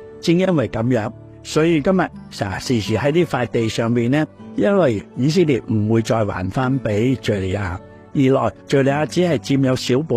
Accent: China; 咁我就联想起我哋中国人有句说话好有意思嘅，饮水思源啊

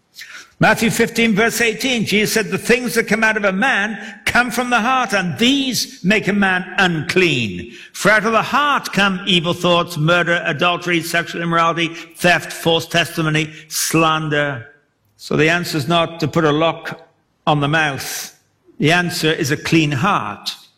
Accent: England, United Kingdom; When I was growing up in England, we're out in the country

